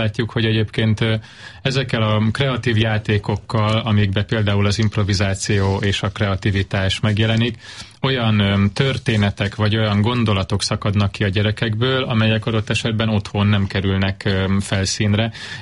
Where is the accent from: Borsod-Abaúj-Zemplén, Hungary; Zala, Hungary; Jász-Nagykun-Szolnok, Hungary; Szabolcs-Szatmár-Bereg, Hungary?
Zala, Hungary; én magam is ugye egy zalai kisfaluból származom